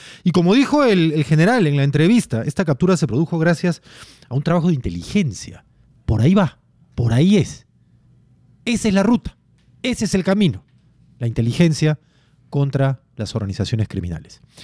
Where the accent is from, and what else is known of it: Peru